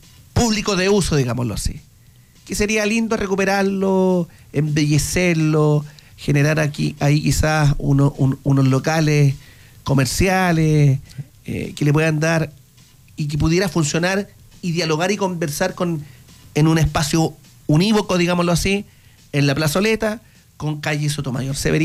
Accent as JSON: {"language": "Spanish", "town": "Linares", "region": "Maule", "country": "Chile", "said": "para los que somos de Linares"}